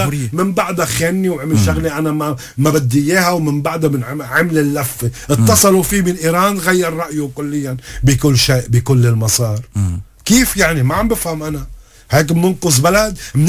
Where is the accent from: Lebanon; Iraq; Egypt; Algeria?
Lebanon; نحن كلبنانيين مؤيدين هيك بتحفظ او ببروده او من دون عقيده